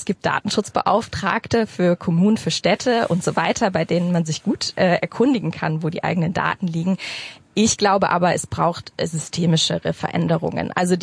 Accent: Hamburg, Germany; ich komme aus Hamburg, ich forsche auch in Hamburg.

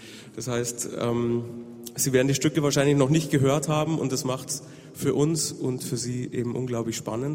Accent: Munich, Bavaria, Germany; den ich bin aus München

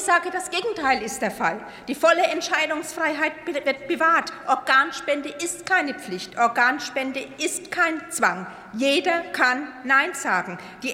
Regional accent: Königshofen, Germany; Zum Beispiel an Tobias Werner aus meiner Heimat in Königshofen, der seit 5 Jahren auf eine Lunge wartet.

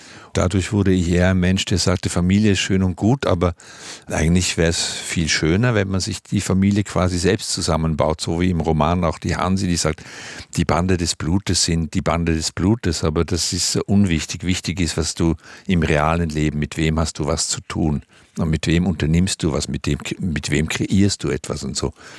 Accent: Switzerland; ich habe als Kind aufgewachsen in der Schweiz, eben auch in diesen sehr miefigen 60er Jahren.

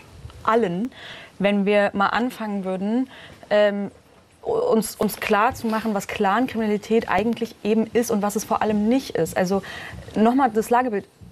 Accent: Berlin, Germany; Und das möchte ich auch als Berlinerin wirklich auch wissen.

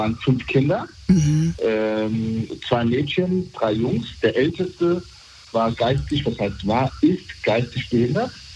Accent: Bad Soden am Taunus, Hesse, Germany; wir sind in Bad Soden am Taunus groß geworden

